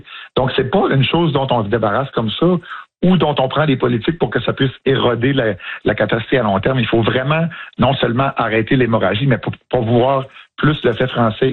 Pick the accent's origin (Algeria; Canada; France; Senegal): Canada; Quebec; je viens de la Côte-Nord, où la majorité des gens à l'époque, ils disaient « yes, no, toaster » en anglais. Fait que quand je suis rentré dans les forces, j'étais pas bilingue, je suis devenu bilingue